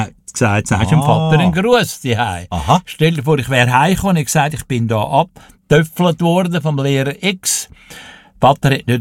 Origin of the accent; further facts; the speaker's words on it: Wallisellen, Zurich, Switzerland; Ich bin geboren in Zürich, aber aufgewachsen in Wallisellen.